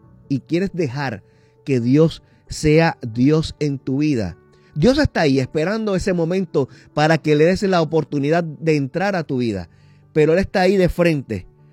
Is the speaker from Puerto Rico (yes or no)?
yes; Caguas, Puerto Rico; nosotros somos de Caguas